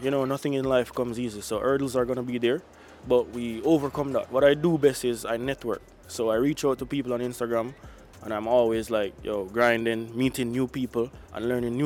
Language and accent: English; Jamaica; and you know, the hardcore dancehall as a Jamaican DJ, I like playing that for the people.